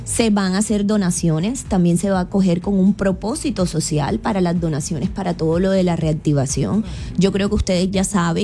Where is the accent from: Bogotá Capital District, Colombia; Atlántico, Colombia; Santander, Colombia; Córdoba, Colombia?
Córdoba, Colombia; uno como cordobés ve a otro cordobés realizarse